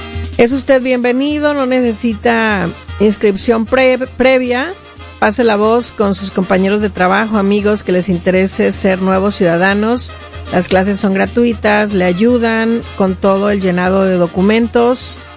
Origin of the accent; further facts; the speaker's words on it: Mexico; now in United States; yo como mexicana